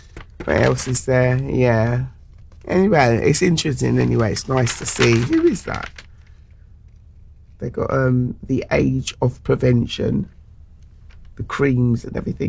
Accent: London, United Kingdom; my hometown in Tooting

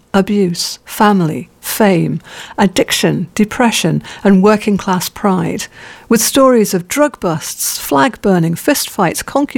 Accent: Dunfermline, Scotland, United Kingdom; moved away; I was in Scotland last week, my hometown of Dunfermline to be precise

